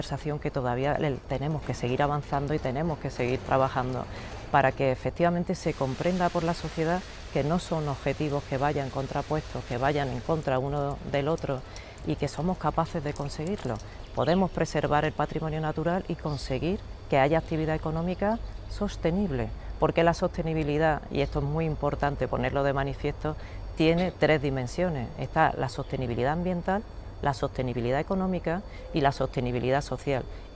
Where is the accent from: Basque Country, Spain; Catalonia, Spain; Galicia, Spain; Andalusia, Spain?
Andalusia, Spain; Pozo Alcón